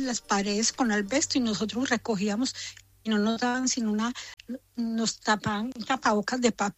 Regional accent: Colombia; moved away as an adult; now in New York, United States; Yo llegué en el 2000 de Colombia, soy colombiana.

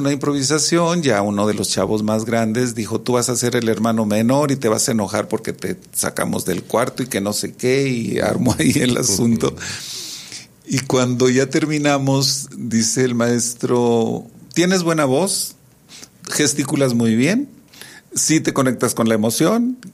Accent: Durango, Mexico; also born or lived in Mexico City; yo me fui a la Ciudad de México a los 19 años. Estaba por cumplir los 19 años cuando me fui a vivir allá. Mi incursión en el arte aquí en Durango había sido principalmente en teatro.

